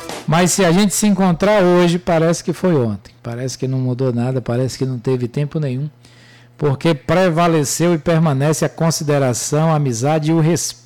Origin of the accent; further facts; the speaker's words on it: Brazil; Sou brasileiro, amo a seleção brasileira